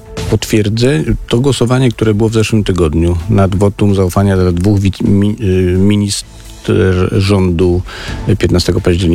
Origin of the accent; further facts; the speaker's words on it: Świętokrzyskie Voivodeship, Poland; Ja jestem ze Świętokrzyskiego